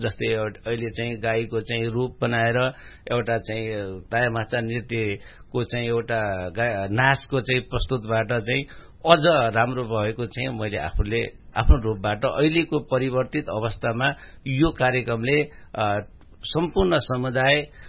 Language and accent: Nepali; Pokhara, Gandaki Province, Nepal; born or raised there